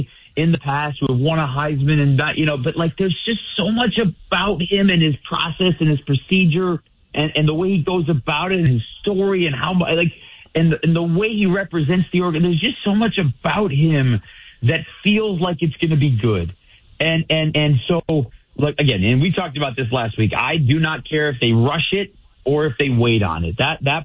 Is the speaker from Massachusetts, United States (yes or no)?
no; Michigan, United States; moved away as an adult; also born or lived in New York City; I'm not a New Yorker. I grew up in Michigan.